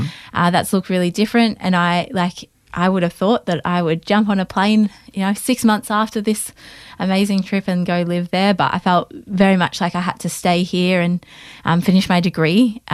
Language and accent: English; Australia; Because I'm from Australia.